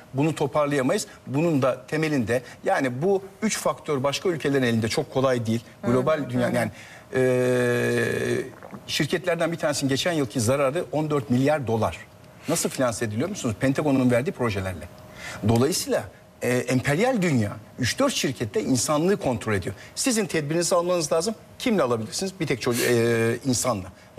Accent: Rize, Turkey; Ben Rize.

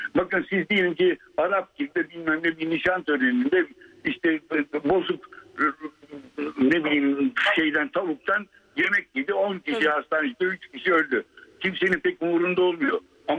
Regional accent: Istanbul, Turkey; Ben Alman ekolünde büyüdüm, İstanbul'da istediğim ben.

